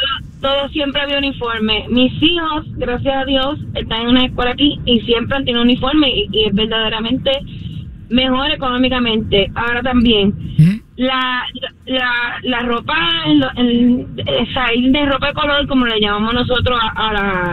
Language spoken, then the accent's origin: Spanish; Puerto Rico; Yo soy de Puerto Rico, ¿verdad? Y en Puerto Rico siempre tuvimos uniforme.